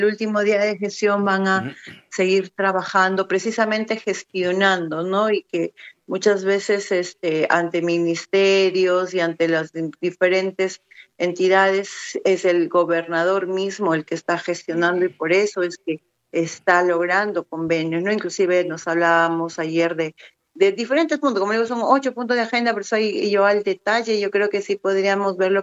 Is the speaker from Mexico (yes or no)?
no; Peru; todos como orgullosos peruanos